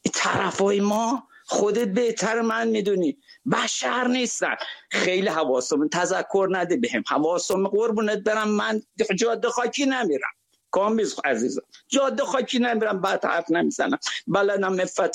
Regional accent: Shiraz, Fars, Iran; برم مرد کاکو از شیراز هستم

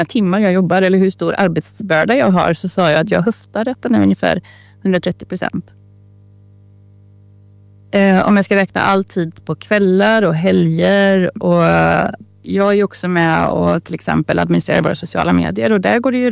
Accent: Trollhättan, Västra Götaland County, Sweden; När jag växte upp i Trollhättan

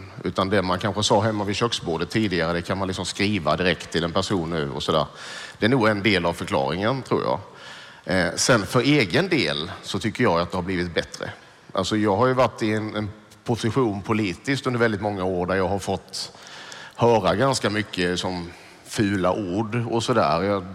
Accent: southern Sweden, Sweden; jag är från en liten kommun, en liten stad i södra Sverige

